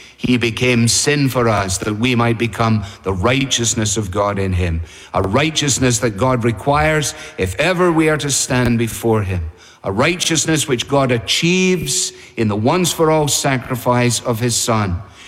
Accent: Scotland, United Kingdom

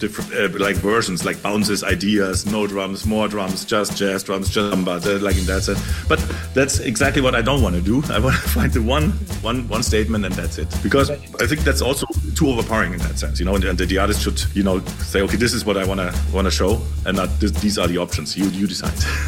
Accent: Munich, Bavaria, Germany; I grew up in Munich, where everything stops at 8 o'clock in the evening

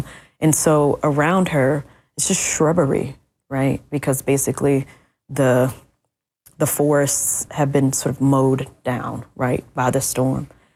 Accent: Bay St. Louis, Mississippi, United States; I live on the Mississippi Gulf Coast, right? And my hometown is on the back of the Bay of St. Louis, right?

